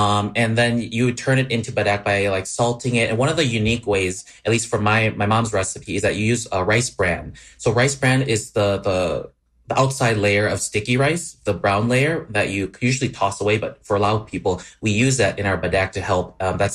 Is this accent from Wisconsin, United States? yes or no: yes; Wisconsin, United States; I grew up in Wisconsin, but with my mom always cooking lao food at home.